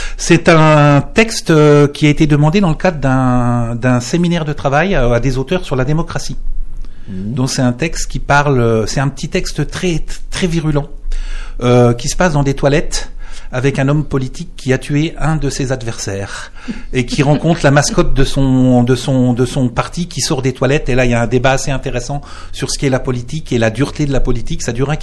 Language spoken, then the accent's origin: French; Verdun, Grand Est, France; born there; je suis né à Verdun et que c'est pas une ville simple.